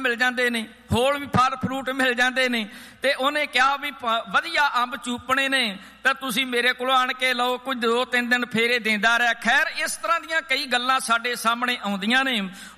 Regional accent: Punjab, India

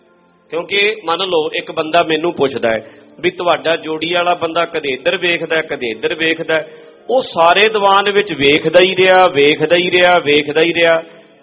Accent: Punjab, India; ਅਸੀਂ ਪੰਜਾਬੀ ਹਾਂ, ਉਹ ਰਹਿਣਾ ਤੇ ਪੰਜਾਬੀ ਹੋਈ ਹੈ

